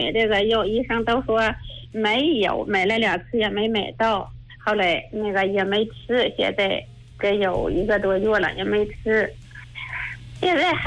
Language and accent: Chinese; Xingtai, Hebei, China; 啊，我是河北邢台的。